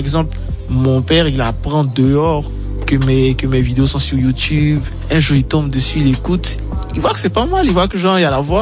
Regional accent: Bingerville, Abidjan, Côte d’Ivoire; Je viens de Benjerville, ouais. Mais je suis Atier, j'ai mon ethnie.

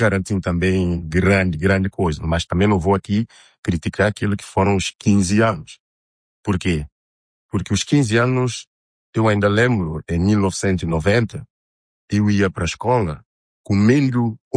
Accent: São Tomé & Príncipe; Eu, enquanto santomense, eu, enquanto jovem, enquanto um indivíduo que pensa muito sobre a realidade do país

